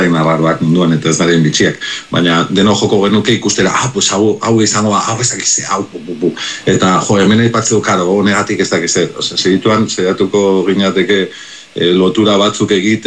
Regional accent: Vitoria-Gasteiz, Basque Country, Spain; ni Gasteizkoa naiz

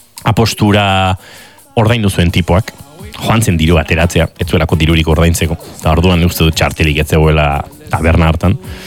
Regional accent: Basque Country, Spain; ni euskalduna naiz, hau espainola

